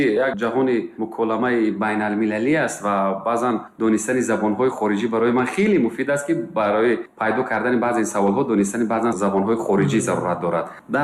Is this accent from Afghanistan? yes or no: no; Tajikistan; بله، رضایت از اون دارم که من خوشبختانه تاجیکم و در این وطن زندگی میکنم، صاحب وطنم، صاحب زبانم، فرهنگم، تاریخم.